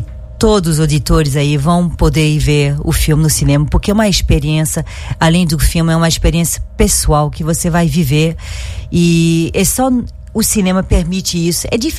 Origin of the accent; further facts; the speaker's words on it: France; accent: French; Portuguese is a second language; Sim, eu falo com sotaque francês, desculpa.